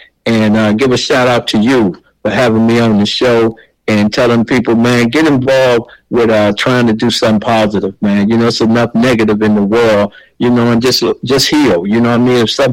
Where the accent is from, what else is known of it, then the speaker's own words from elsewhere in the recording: Michigan, United States; in my hometown, Michigan.